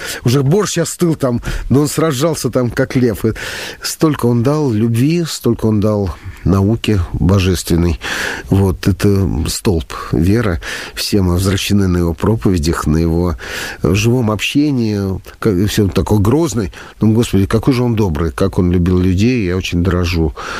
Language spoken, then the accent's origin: Russian; Zhukovsky, Moscow Oblast, Russia; Я знаю, я сам из Подмосковья, я из Жуковского.